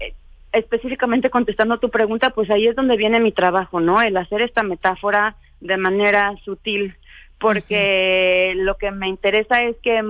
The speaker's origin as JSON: {"language": "Spanish", "town": "Guadalajara", "region": "Jalisco", "country": "Mexico", "moved": "yes", "lives_now": "Mexico City, Mexico", "said": "yo soy de Guadalajara y ahorita vivo en Ciudad de México"}